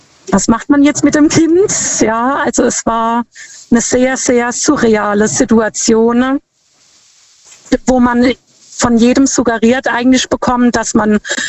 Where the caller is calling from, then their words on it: Lampertheim, Hesse, Germany; Ich komme aus Lampertheim.